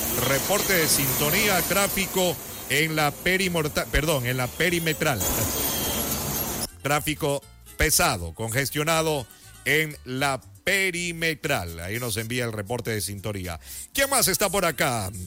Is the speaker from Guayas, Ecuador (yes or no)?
no; Santo Domingo de los Tsáchilas, Ecuador; en Santo Domingo, mi hermosa provincia, Sáchila.